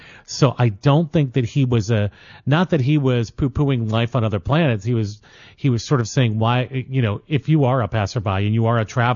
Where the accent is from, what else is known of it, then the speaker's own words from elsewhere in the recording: Missouri, United States; And I'm from Missouri, and I haven't even heard of Stover, Missouri.